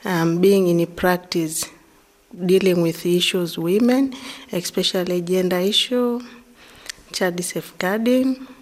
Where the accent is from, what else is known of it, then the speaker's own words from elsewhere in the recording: Arusha, Tanzania; English is a second language; as now I'm a Maasai from Tanzania, Arusha, but I'm been working in Biaramulo.